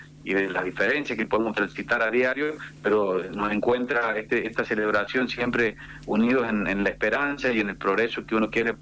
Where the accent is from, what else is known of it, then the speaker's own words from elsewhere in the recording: Jáchal, San Juan, Argentina; los que habitamos acá al norte de la provincia. Convengamos que Hachal es el departamento, luego de la fundación de San Juan, es el que más historia tiene